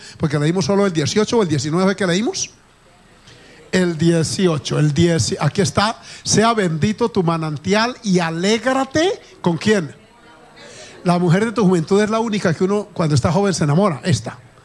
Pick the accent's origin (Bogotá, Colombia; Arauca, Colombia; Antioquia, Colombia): Arauca, Colombia; yo vengo de Arauca, yo venía bendecido con una platica